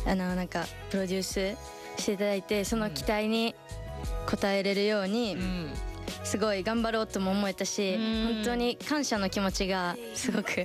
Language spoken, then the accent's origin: Japanese; Kansai, Japan; now in Tokyo, Japan; 地元はみんな関西で。